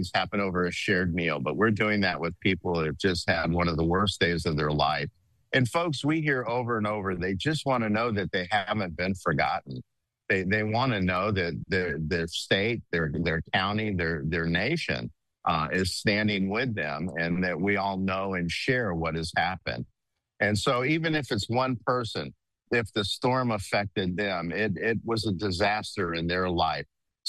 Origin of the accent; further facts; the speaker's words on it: New Orleans, Louisiana, United States; moved away; New Orleans was my hometown. It's where I came up in the restaurant industry, Cajun roots.